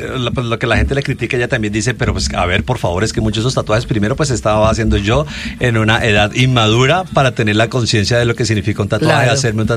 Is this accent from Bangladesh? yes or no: no; Spain; Me dice esta, dice, ¿dónde eres? Y yo, de España.